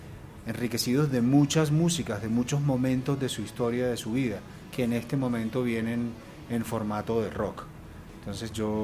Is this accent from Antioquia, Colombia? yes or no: no; Barranquilla, Atlántico, Colombia; Barranquilla, particularmente, porque yo soy barranquillero, es un hervidero de migrantes.